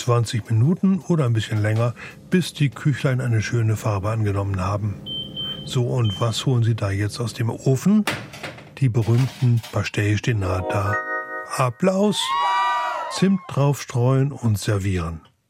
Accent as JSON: {"language": "German", "region": "Northern Germany", "country": "Germany", "said": "als Norddeutsche"}